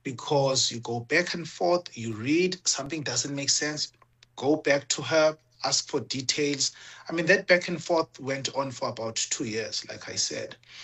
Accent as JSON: {"language": "English", "region": "Mpumalanga", "country": "South Africa", "tie": "born or raised there", "said": "as a teenage boy growing up in Mpumalanga"}